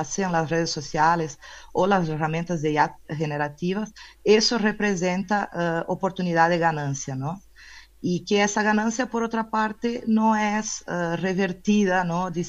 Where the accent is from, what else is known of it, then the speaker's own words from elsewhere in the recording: Brazil; now in Mexico; Desde México, y yo soy de Brasil, ¿no? Originalmente